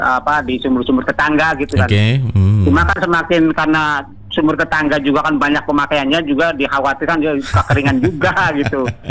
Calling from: West Java, Indonesia; Untuk di Kecamatan Bongas semuanya itu aman Pak. Cuma hanya di daerah saya ini

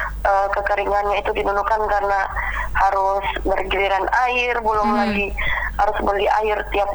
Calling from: West Sulawesi, Indonesia; also born or lived in Nunukan; Saya lagi ada di Sulawesi Barat.

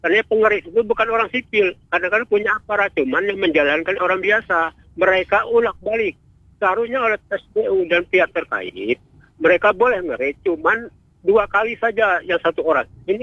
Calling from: Indonesia; kita orang asli Indonesia

